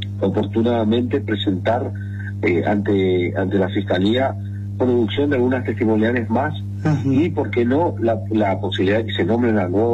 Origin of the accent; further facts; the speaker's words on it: Argentina; somos todos los argentinos